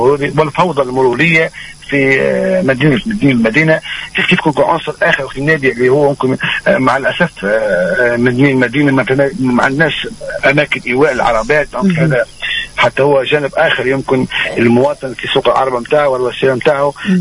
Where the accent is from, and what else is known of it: Tunisia